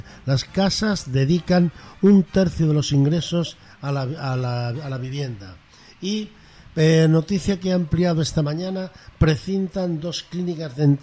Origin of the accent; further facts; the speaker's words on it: Villanueva de la Serena, Extremadura, Spain; Es que es mi pueblo natal, pero hay un titular que merece la pena.